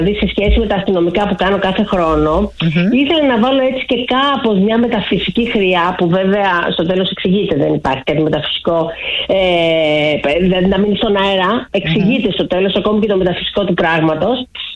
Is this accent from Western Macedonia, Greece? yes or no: no; Ioannina, Epirus, Greece